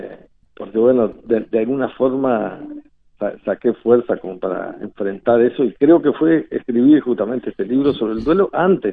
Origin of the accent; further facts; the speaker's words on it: Calpica, Artigas, Uruguay; born there; esta historia de mi pueblo, orilla del río